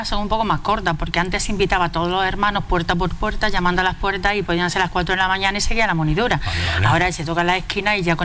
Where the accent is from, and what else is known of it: Mancha Real, Andalusia, Spain